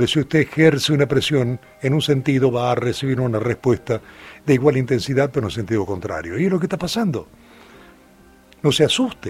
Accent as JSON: {"language": "Spanish", "country": "Argentina", "said": "lo que yo estoy diciendo como ciudadano argentino"}